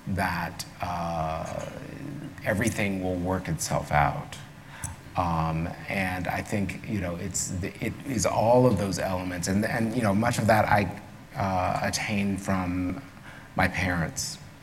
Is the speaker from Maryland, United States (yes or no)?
no; Akron, Ohio, United States; It was Akron. I mean, it was, you know, it was growing up on I spoke of this last night. Growing up on Avalon Avenue, which was a dead-end street that dead-ended into the football field of Buchtel High School.